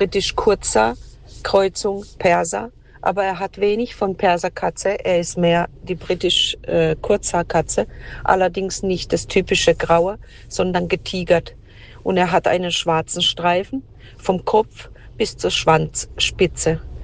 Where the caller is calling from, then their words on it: Rastatt, Baden-Württemberg, Germany; aus Rastatt.